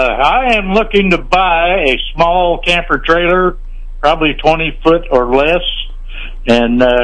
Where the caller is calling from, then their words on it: Otterville, Missouri, United States; And I am calling from the Otterville area